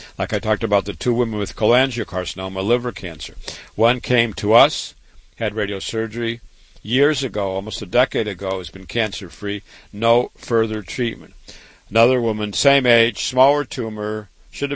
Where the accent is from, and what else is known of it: Waterloo, Iowa, United States; born or raised there